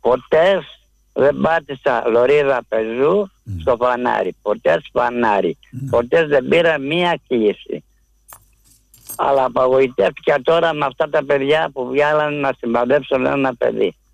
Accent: Varda, Western Greece, Greece; Και είμαι από τη Βάρδα.

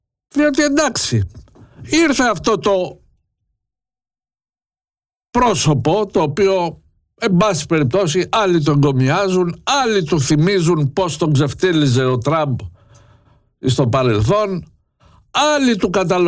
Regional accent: Greece; ντρέπομαι που είμαι Έλληνας

